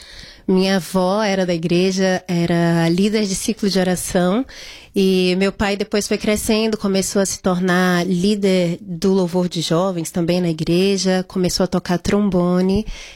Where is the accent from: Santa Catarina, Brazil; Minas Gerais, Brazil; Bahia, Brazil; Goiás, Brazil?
Bahia, Brazil; Salvador; now in São Paulo, Brazil; eu sou baiana, sou terapolitana, sou de Salvador.